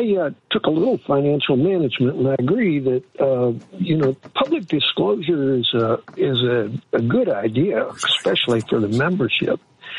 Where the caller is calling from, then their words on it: St. Louis, Missouri, United States; I'm from St. Louis, state of Missouri